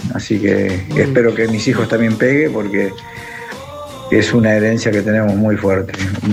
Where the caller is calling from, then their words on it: Pilar, Buenos Aires Province, Argentina; de Pilar.